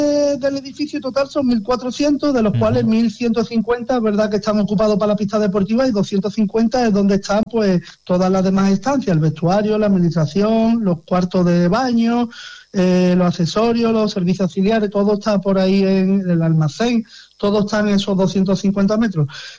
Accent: Algar, Andalusia, Spain; yo que voy a decir de mi pueblo

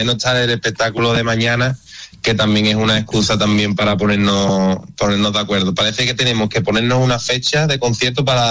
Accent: Utrera, Andalusia, Spain; born there; en Utrera, en mi pueblo

